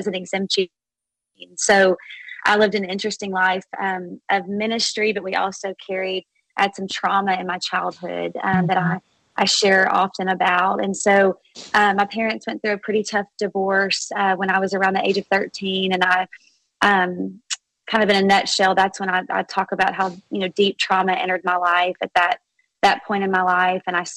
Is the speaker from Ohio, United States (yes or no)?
no; Arkansas, United States; now in Dallas, United States; So backstory on me, Brenda, is I'm from Arkansas, you know, born and raised, as you know. I'm living in the Dallas now, but was raised in a great minister's home. So I was raised in Arkansas up until the age of 18.